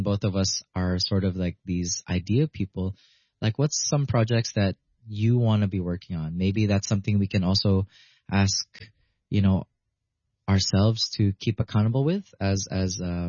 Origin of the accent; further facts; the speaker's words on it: Hong Kong; the neighborhood I grew up in Chunwan called Riviera Gardens.